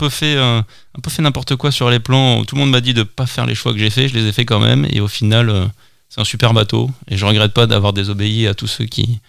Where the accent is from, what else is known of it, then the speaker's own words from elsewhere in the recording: Geispolsheim, Grand Est, France; moved away as an adult; also born or lived in Strasbourg; now in Le Bono, France; j'ai grandi à Geispolsheim en Alsace, qui est jumelé avec Séné.